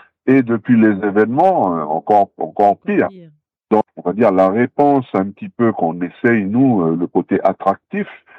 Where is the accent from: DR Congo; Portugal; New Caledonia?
New Caledonia; South Province; on est originaire nous du quartier de Riverstar